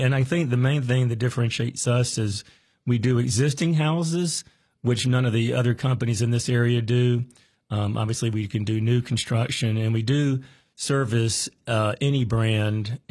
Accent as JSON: {"language": "English", "town": "Greenville", "region": "North Carolina", "country": "United States", "tie": "born or raised there", "said": "Well, I had met someone in Greenville, North Carolina, which is my hometown"}